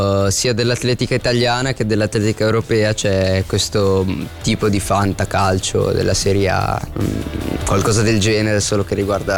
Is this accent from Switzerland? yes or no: yes; Barbengo, Ticino, Switzerland; io sono di Barbengo, abito a Barbengo e sono qua vicino.